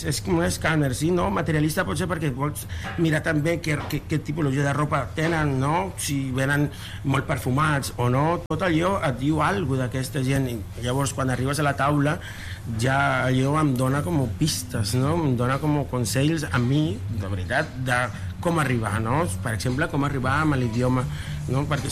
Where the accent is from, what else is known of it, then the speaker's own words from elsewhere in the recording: Mexico; Catalan is a second language; now in Spain; Per exemple, que jo soc mexicà, visc aquí fa 12 anys